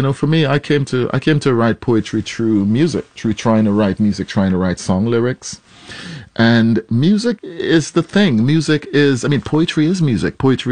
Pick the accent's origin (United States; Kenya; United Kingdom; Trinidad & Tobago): Trinidad & Tobago; Carnival, you know, which I grew up with in Trinidad